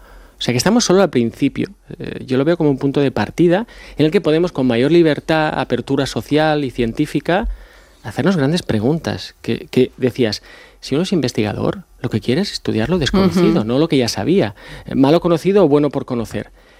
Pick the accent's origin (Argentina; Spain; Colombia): Spain; Barcelona, Catalonia; now in Alicante, Spain; aunque yo soy de Barcelona, pero ya hace casi 10 años que estoy